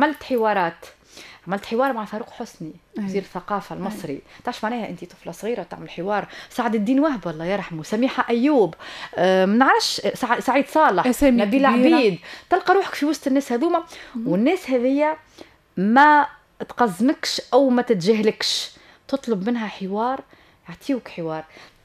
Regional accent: Tunisia; احنا توانسة

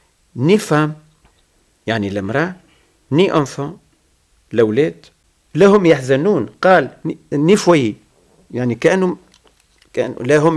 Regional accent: Tunisia; عندنا في تونس

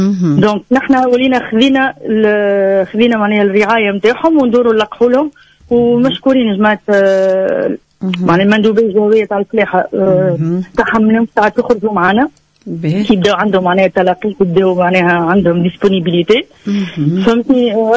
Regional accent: Tunisia; عندنا في تونس

